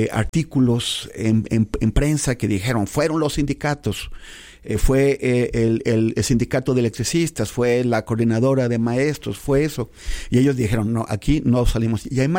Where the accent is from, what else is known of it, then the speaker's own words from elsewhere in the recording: Mexico; nosotros como mexicanos